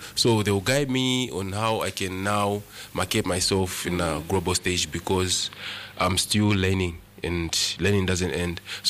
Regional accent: Zambia; my home country, which is here in Zambia.

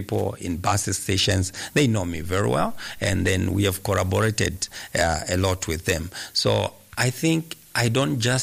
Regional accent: Lusaka, Lusaka Province, Zambia; I am a person who was born in Ngombe, and I grew up in Ngombe facing the same challenges that I'm talking about

